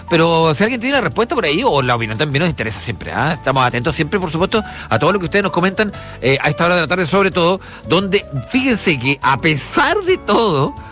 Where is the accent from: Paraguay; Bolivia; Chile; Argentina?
Chile; uno que somos chilenos